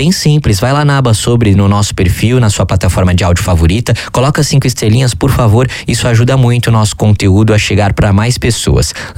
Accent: São Paulo, Brazil; Como eu sou de São Paulo, muitas vezes tenho uma dificuldade aqui de lembrar qual é a universidade.

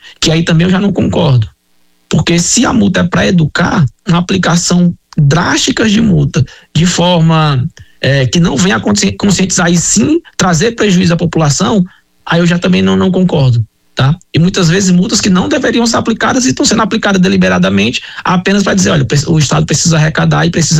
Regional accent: Fortaleza, Ceará, Brazil; Eu vou falar aqui, eu sou natural de Fortaleza, tá? Mas viajo muito a São Paulo

